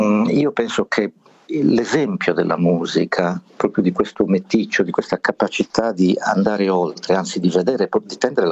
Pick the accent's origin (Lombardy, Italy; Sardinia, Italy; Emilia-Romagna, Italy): Sardinia, Italy; Berchidda; io la prima volta che sono uscito da Berchida, dal mio paese, per andare al paese vicino, so che fa ridere, ma erano altri tempi, il paese vicino era Monti, che stava a 15 km da Berchida